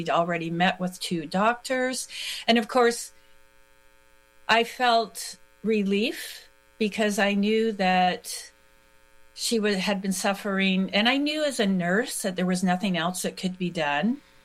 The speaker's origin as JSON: {"language": "English", "country": "Canada", "moved": "yes", "said": "even though I am Canadian. My mom, all of my family lives in Canada"}